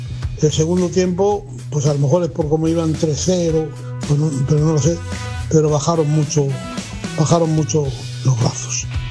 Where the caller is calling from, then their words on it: Alcázar de San Juan, Castilla-La Mancha, Spain; desde Alcázar de San Juan.